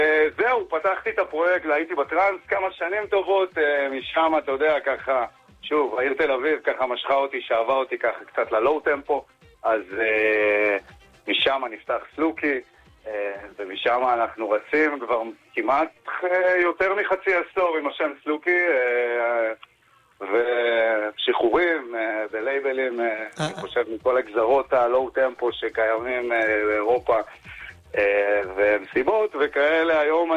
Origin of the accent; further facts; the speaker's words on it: Tiberias, Northern District, Israel; born there; moved away as an adult; now in Tel Aviv, Israel; התחלתי ככה בטבריה, עיר הולדתי